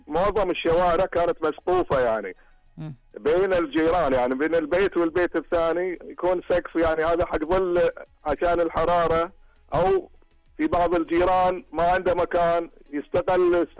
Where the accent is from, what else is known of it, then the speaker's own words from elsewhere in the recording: Al-Ahsa, Eastern Province, Saudi Arabia; احنا القرية او قرى الأحساء